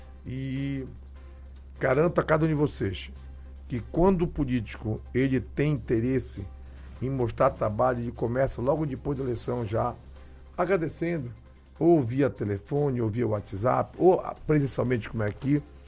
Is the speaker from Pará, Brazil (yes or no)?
yes; Oriximiná, Pará, Brazil; a minha cidade natal, Ximiná